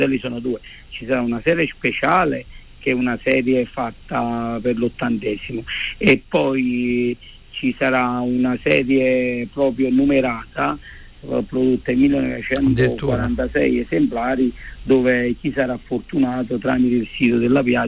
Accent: Naples, Campania, Italy; abbiamo fatto da buon napoletani

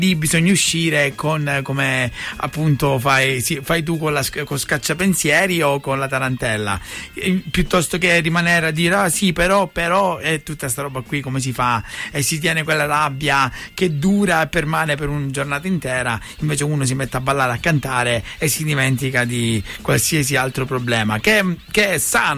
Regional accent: Calabria, Italy

